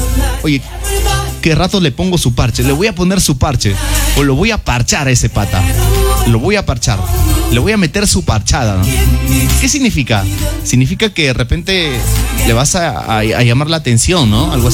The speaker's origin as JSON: {"language": "Spanish", "country": "Mexico", "said": "Soy mexicana."}